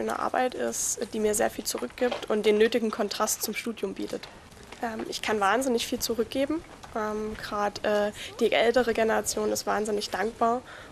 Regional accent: Krandorf, Saxony, Germany; So ziemlich alles. Also Krandorf ist halt meine Heimat. Hier gehöre

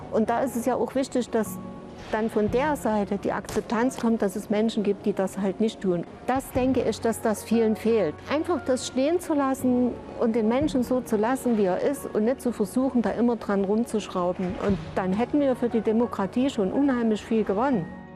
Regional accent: Chemnitz, Saxony, Germany; born there; Ich bin in Karl-Marx-Stadt geboren und dann zur Chemnitzerin geworden.

